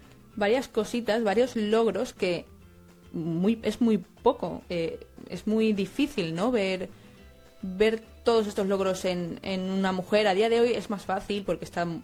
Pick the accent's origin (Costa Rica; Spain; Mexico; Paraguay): Spain; Valencia, Valencian Community; nosotros somos de Valencia